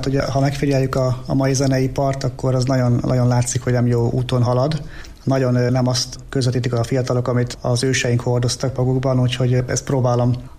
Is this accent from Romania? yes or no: no; Slovakia; now in Hungary; én felvidéki születésű vagyok